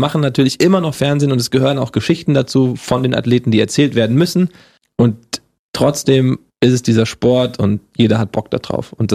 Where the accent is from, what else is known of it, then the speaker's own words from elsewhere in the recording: Hesse, Germany; accent: Hessian; Das Hessisch abtrainieren, komme ich aus Hessen, da hatte ich so diesen Dialekt gleich drauf, der wurde mir abtrainiert. War auch gut so, aber ohne, dass ich jetzt meine hessischen Wurzel verliere.